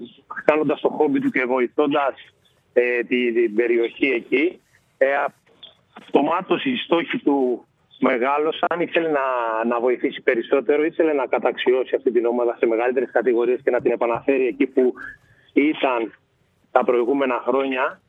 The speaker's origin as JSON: {"language": "Greek", "town": "Keratsini", "region": "Attica", "country": "Greece", "tie": "born or raised there", "said": "Εγώ είμαι ένα παιδί που γεννήθηκα και μεγάλωσα στην Αμφιάλη, στην περιοχή της Αμφιάλης."}